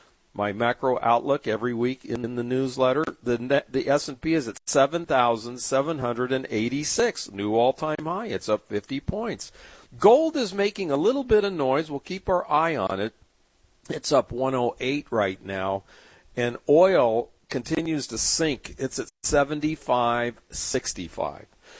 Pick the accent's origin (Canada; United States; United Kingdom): United States; San Diego, California; You know, the days of morning talk radio, growing up in San Diego, we had some great morning talk radio.